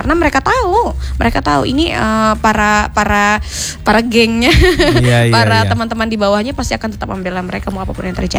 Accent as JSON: {"language": "Indonesian", "region": "Lampung", "country": "Indonesia", "said": "Karena itu tadi para saya kebetulan dari Kabupaten Tulang Bawang Barat."}